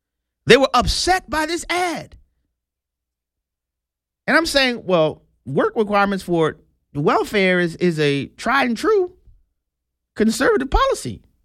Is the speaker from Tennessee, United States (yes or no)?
no; New Orleans, Louisiana, United States; Like I said, I'm from New Orleans. When I was growing up in New Orleans was the murder capital of the world.